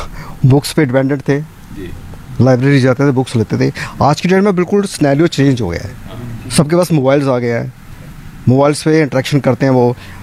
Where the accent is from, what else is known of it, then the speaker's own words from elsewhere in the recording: Jammu and Kashmir, India; moved away as an adult; मैं जम्मू कश्मीर से बिलोंग करता हूँ